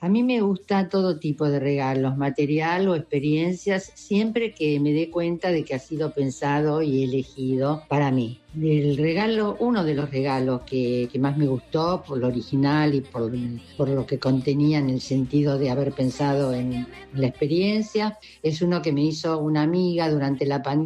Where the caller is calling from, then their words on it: Buenos Aires, Argentina; de Caballito.